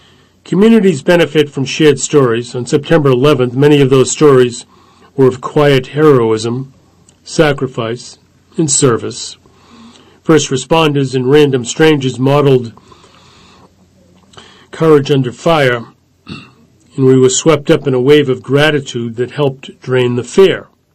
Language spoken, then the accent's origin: English; Queens, New York, United States; I grew up in Queens. My mother was a social worker.